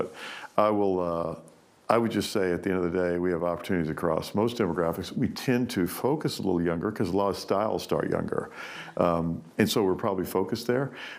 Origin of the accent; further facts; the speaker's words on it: Kentucky, United States; even though I'm from Kentucky